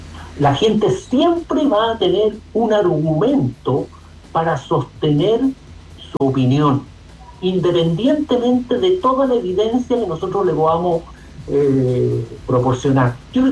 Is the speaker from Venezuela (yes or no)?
no; Chile; el espejo de los chilenos.